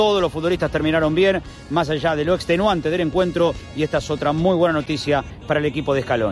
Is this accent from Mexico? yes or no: no; Argentina; qué bien se levanta siendo uno argentino después de la hazaña